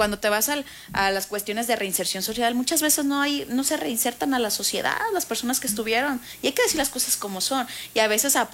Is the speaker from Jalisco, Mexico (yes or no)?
no; La Piedad, Michoacán, Mexico; yo, por ejemplo, soy de La Piedad, saludos hasta La Piedad, por cierto.